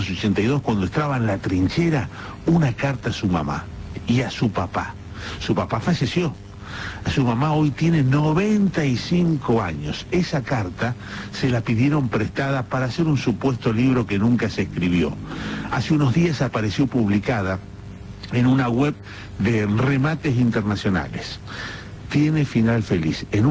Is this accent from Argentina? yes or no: yes; Argentina; Cuando se toma un mate, siendo argentino, no es para hidratarse, no es porque se tiene sed.